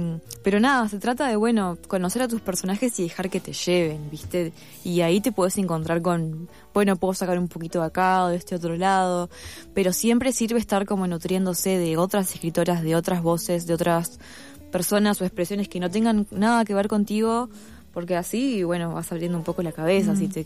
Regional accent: Uruguay; moved away; me encanta ser uruguaya.

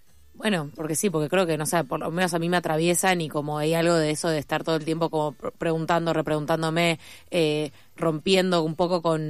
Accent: San Isidro, Buenos Aires Province, Argentina; Yo soy de San Isidro.

